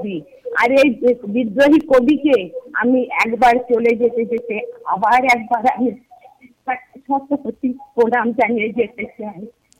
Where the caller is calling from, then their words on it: Murshidabad, West Bengal, India; চাকরি মুর্শিদাবাদ থেকে বলছি।